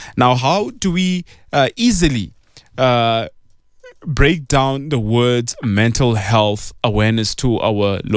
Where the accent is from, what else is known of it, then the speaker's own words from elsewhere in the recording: Pretoria, Gauteng, South Africa; And now we are moving all the way to my hometown, Attridgeville, Pelly.